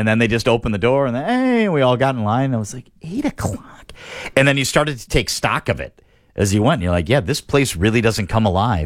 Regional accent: Wisconsin, United States; we're from Wisconsin.

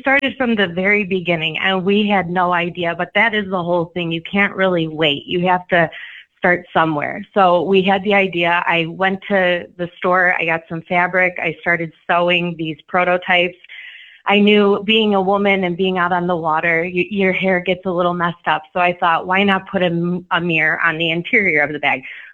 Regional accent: Illinois, United States; So I grew up in Illinois, but I spent my summers out in Wisconsin with my family fishing.

